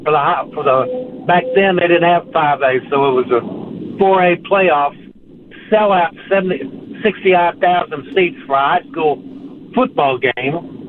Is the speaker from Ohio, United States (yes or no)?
no; Texas, United States; So I grew up in East Texas, outside of Houston.